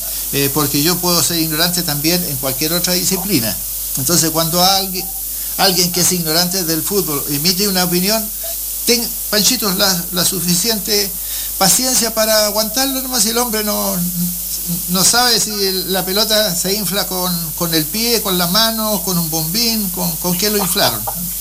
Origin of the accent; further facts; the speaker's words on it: Chile; no significa que yo voy a dejar de ser chileno